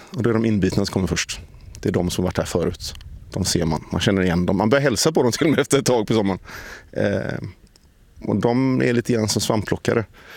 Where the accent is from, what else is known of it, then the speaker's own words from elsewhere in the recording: Partille, Västra Götaland County, Sweden; Jag är från Partille. Men nej, jag har svårt att säga sjön. Jag är uppvuxen med insjöar.